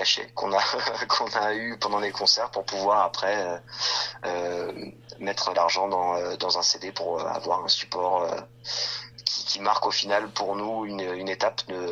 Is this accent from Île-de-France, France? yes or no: yes; Bures-sur-Yvette, Île-de-France, France; also born or lived in Paris; Alors nous, on est de Paris et de Bures-sur-Yvette. Bures-sur-Yvette, c'est une petite ville qui est dans la vallée de Chevreuse. C'est là où on a vraiment créé, enfin, c'est là où on s'est rencontrés quand on était au collège.